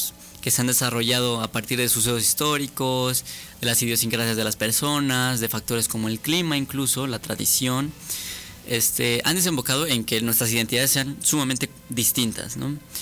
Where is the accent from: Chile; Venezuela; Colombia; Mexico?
Mexico; Somos mexicanos, orgullosamente hechos del maíz.